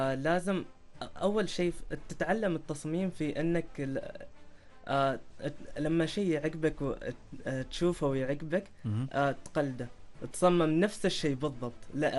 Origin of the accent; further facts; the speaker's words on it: Oman; في كثير شباب موهوبين عندنا في سلطنة عمان